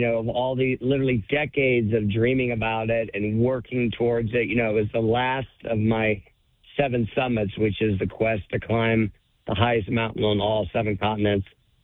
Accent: Arlington, Virginia, United States; born there; I feel almost a West Virginian, even though I was born in Arlington, Virginia. So my roots mean a ton to me.

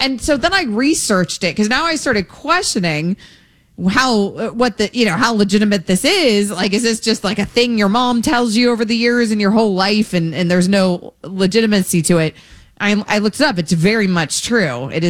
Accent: Florida, United States; I grew up in Florida, and Florida's thunderstorms all the time.

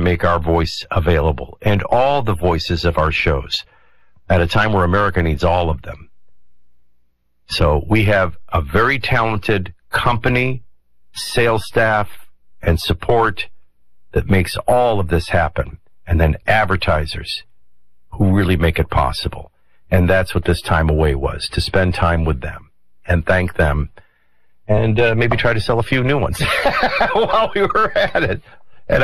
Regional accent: New Orleans, Louisiana, United States; And I'm from New Orleans.

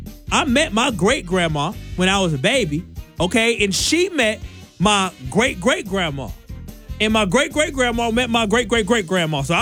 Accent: the South, United States; Okay, yeah, no. I'm from the South.

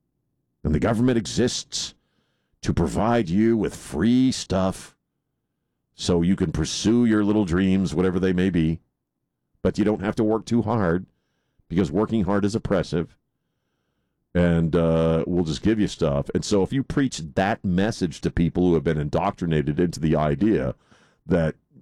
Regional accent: Maryland, United States; I grew up in Maryland, which is one of the most liberal states in the country, and it certainly was then, too.

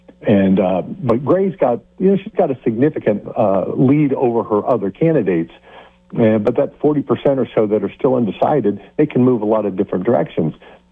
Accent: Ohio, United States; now in New Hampshire, United States; I'm from Ohio.

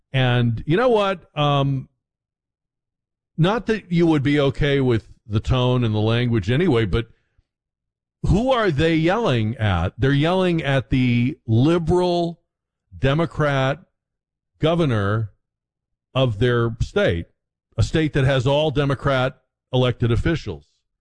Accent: New England, United States; I grew up in New England, as you may know, and spent some time in Maine

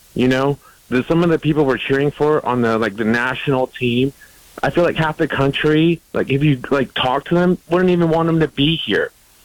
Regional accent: Mexico; now in Fredericksburg, United States; I'm from Mexico.

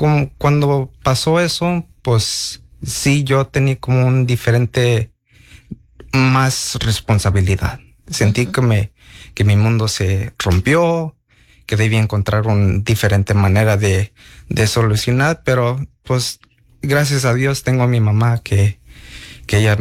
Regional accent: Tyler, Texas, United States; also born or lived in Dallas, Texas; yo nací en Dallas, Texas, y por 2 años pues nos movimos por acá en Tyler porque había más familiares y ellos querían estar con conectados con familias.

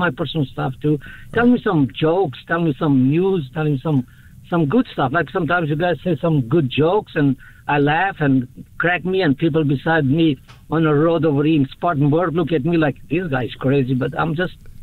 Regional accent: Portugal; I'm from Portugal.

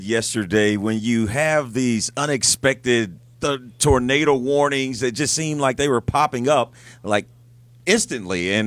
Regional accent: Midwest, United States; as a Midwesterner

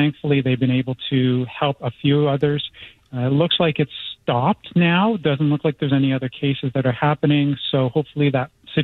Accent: Canada; I'm Canadian.

